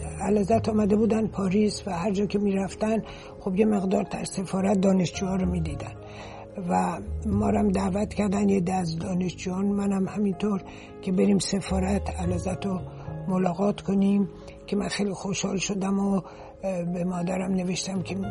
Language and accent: Persian; Iran; یه دفعه یک کسی پرسید شما از کجا هستین، من که گفتم ما ایرانی هستیم، اینجوری کرد گفت کنی برز، یعنی آدم خور